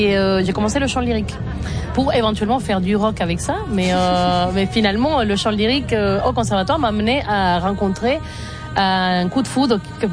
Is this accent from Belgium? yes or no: no; Caracas, Capital District, Venezuela; moved away as an adult; Et à partir de mes 17 ans, jusqu'au moment où j'ai quitté le Venezuela, j'ai chanté dans cet ensemble. En parallèle de faire partie de la scène underground et alternative de Caracas